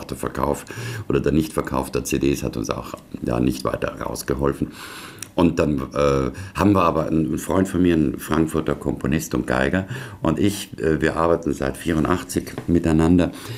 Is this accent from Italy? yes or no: yes; Trentino-Alto Adige, Italy; entschuldigen Sie, ich bin kein Bayer, ich komme aus Südtirol.